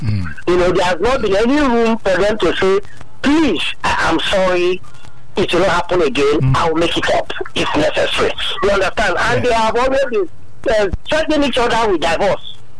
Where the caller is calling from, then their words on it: Abuja, Federal Capital Territory, Nigeria; I'm calling from Abuja.